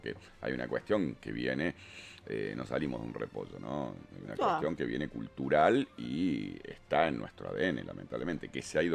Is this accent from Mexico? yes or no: no; Argentina; como somos los argentinos, de debatirnos todo